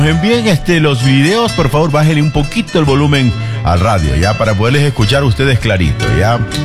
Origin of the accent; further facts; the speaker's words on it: Chone, Manabí, Ecuador; Saludos para mi tierra bonita, Chone.